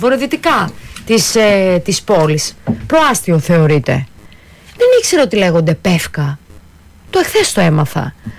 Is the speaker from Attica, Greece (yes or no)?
no; Thessaloniki, Central Macedonia, Greece; Εγώ είμαι από τη Θεσσαλονίκη, ενώ τη μεγάλωσα εκεί, σπούδασα εκεί.